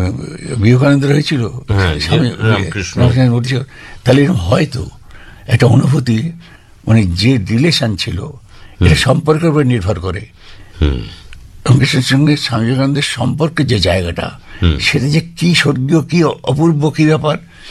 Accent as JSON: {"language": "Bangla", "town": "Beleghata", "region": "West Bengal", "country": "India", "tie": "born there"}